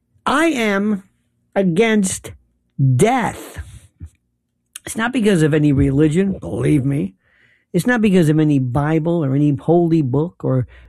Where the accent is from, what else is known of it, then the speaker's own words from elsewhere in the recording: Florida, United States; I'm from Florida. Places like Micanopy and Snaith and Tuaig and Polk County, Grady Judd.